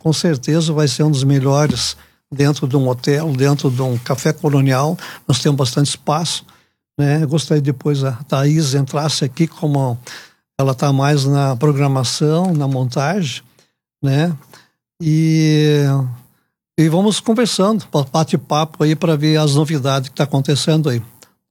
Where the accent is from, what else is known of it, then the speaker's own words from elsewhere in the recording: Nova Petrópolis, Rio Grande do Sul, Brazil; now in Gramado, Brazil; Nova Petrópolis não pode ficar fora, que é minha terra natal